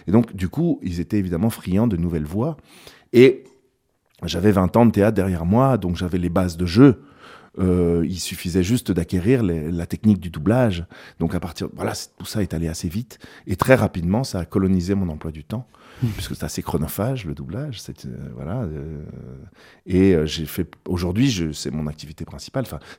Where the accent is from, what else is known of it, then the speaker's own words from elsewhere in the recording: Switzerland; now in France; j'ai travaillé 2 ans en Suisse, parce que je suis suisse, donc du coup, j'ai la possibilité de travailler là-bas. J'ai à plusieurs reprises dans ma vie travaillé en Suisse